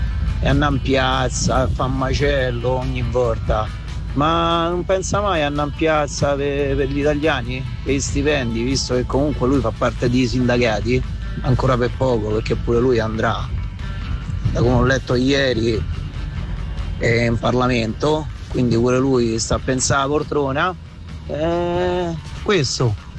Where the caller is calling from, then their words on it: Rome, Lazio, Italy; Buongiorno